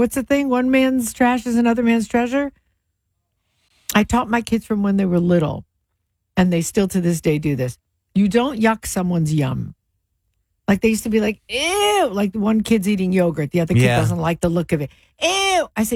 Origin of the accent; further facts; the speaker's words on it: Point Pleasant, New Jersey, United States; Right? I'm from Point Pleasant. Grew up on Jersey Mike's subs. I remember being a little kid and going down to the original on Trenton Avenue.